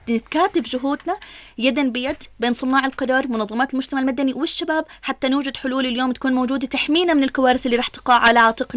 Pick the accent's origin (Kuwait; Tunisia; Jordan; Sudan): Jordan; احنا كمجتمع اردني